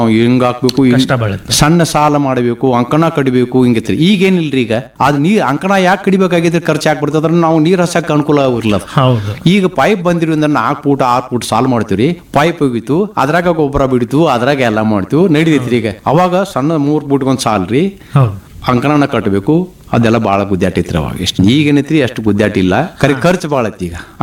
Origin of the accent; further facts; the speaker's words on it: Karnataka, India; ನಮ್ಮ ಊರ ತಪ್ಸಿ ಕೆಮ್ಮಣಕುಲ್ರಿ, ಗೋಕಾಕ್ ತಾಲೂಕ ಹಳ್ರಿ, ಅರವಾ ವಿಭಾಗ. ನಮ್ಮ ತಾಯಿ ಊರ ಪಟ್ಟುಕುಂದ್ರಿ. ನಾವು ವಿದ್ಯಾ ಕಲಿತದ್ದು ನಮ್ಮ ತಾಯಿ ಊರಾಗ, ಈಗ ನಾವು ಇರುದು ನಮ್ಮ ತಂದೆ ಊರಾಗ.